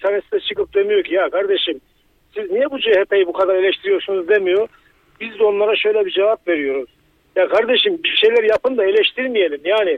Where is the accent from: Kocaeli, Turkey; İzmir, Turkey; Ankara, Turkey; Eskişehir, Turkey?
Ankara, Turkey; Abi şimdi bak ben Ankaralıyım.